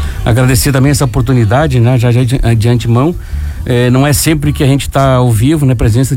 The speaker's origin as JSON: {"language": "Portuguese", "town": "Lages", "region": "Santa Catarina", "country": "Brazil", "tie": "born or raised there", "also_born_or_lived": "Vacaria", "said": "Eu fui feito em Vacaria, né? Mas me criei em Lages, na Serra Catarinense."}